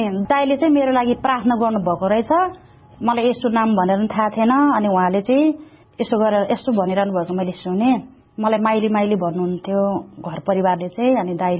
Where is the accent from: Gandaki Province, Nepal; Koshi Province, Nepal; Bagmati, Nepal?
Bagmati, Nepal; Kathmandu; also born or lived in Hetauda; म गेसिमली मण्डलीको हुँ। मेरो घर हेटौडा मकनपुर जिल्ला पर्दछ। मैले चाहिँ प्रभुलाई कसरी चिनेको भनेदेखि, म पहिले सानैदेखि नै काठमाडौँ बस्थेँ